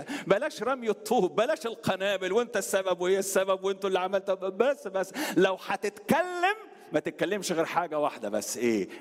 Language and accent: Arabic; Alexandria, Alexandria Governorate, Egypt; عندنا في اسكندريه في سيدي بش شارع الجامعي شارع الجامعي كنا احنا في شارع الشهيد. احنا شارع الشهيد ومش شارع الجامعيه،